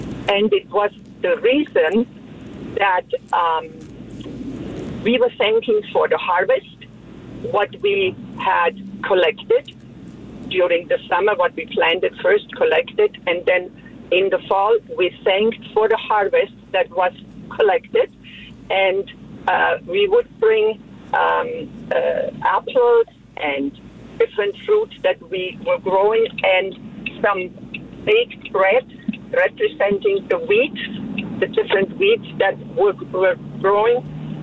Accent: Germany; now in Canada; I'm from Germany.

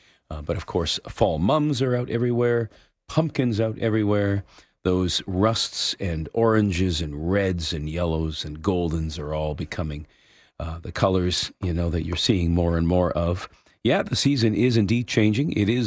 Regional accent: Ancaster, Ontario, Canada; now in Collingwood, Canada; I grew up in Ancaster, and the Ancaster Fall Fair always fell on the third weekend in September, if memory serves me correctly. And then when we relocated up here to Collingwood 23 years ago

